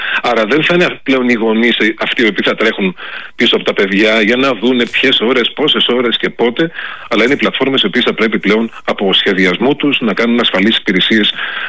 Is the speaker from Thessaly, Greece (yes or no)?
yes; Trikala, Thessaly, Greece; Ως τρικαλινός φοιτητής στην Αθήνα, το ξέρω πάρα πολύ καλά, γιατί αμνοκατέβανα συνέχεια από τον παλιό δρόμο.